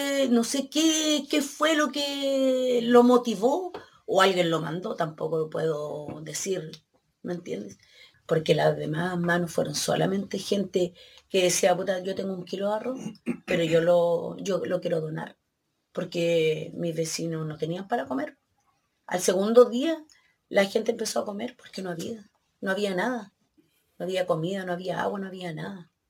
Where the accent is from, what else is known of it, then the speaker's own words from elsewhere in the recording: Lirquén, Biobío, Chile; gente que yo nunca pensé que iba a llegar 2 días después a mi pueblo a ayudarnos. Y no vi municipalidad, no vi gobierno, no vi nada, nada. Oye, yo, a mí me llamó la atención un momento, andaban, parecíamos, no sé, alma en pena, todo Lirquén